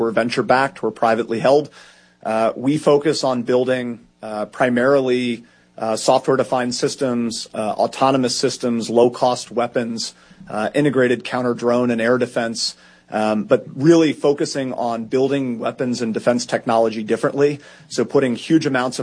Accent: Philadelphia, Pennsylvania, United States; I did not have the pleasure of growing up in Ohio. I grew up in Philadelphia. Dad is from Cincinnati

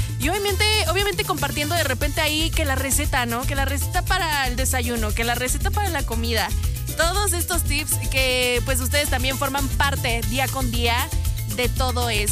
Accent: Mexico; Ajá, y bien mexicana además

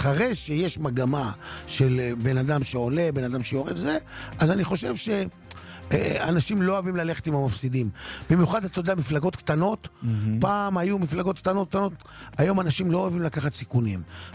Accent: Kiryat Shmona, Northern District, Israel; כשהייתי ילד, בקריית שמונה

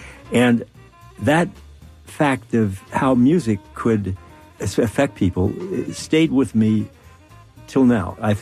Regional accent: Altoona, Pennsylvania, United States; a place called the Jaffa Mosque in Altoona, my hometown

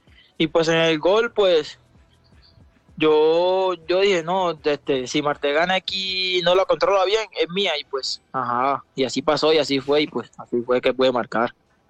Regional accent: Magdalena, Colombia; Yo soy de la zona bananera.

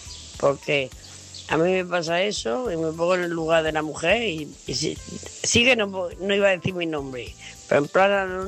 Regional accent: Murcia, Region of Murcia, Spain

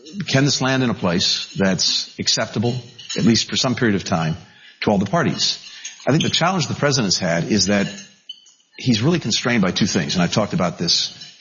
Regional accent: New York City, New York, United States; Always wonderful to be back to my hometown, New York City.

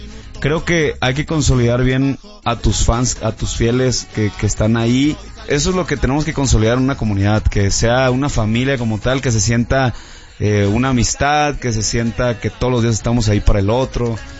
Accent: Hermosillo, Sonora, Mexico; now in Mexico City, Mexico; yo, pues soy de Hermosillo

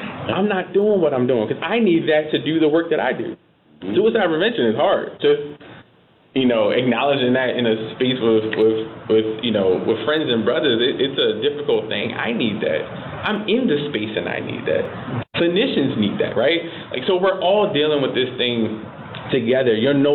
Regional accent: Baltimore, Maryland, United States; I'm here, born and raised in Baltimore.

